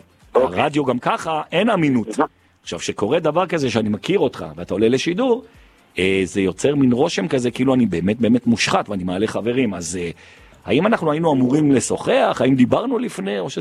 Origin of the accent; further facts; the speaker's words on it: Jerusalem, Jerusalem District, Israel; נעים מאוד, אני ילד, אני מירושלים.